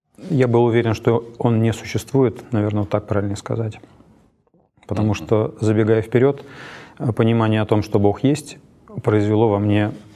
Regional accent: Zavolzhye, Nizhny Novgorod Oblast, Russia; now in Nizhny Novgorod, Russia; Я родом из города Заволжья Нижегородской области

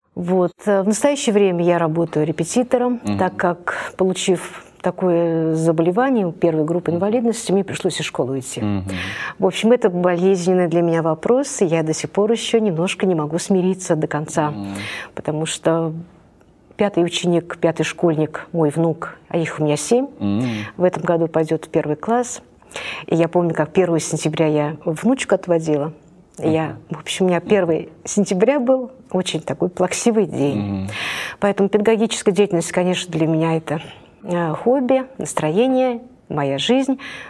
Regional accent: Nizhny Novgorod, Nizhny Novgorod Oblast, Russia; я коренная жительница Нижнего Новгорода. Родилась я 60 лет назад.

